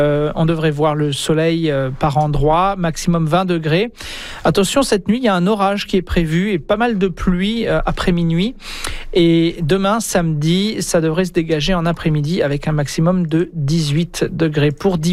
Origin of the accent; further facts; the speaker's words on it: France; moved away; en France, là d'où je viens, de la région natale, c'est sur une faille sismique qui est plutôt calme en temps habituel, mais qui se réveille une fois de temps en temps.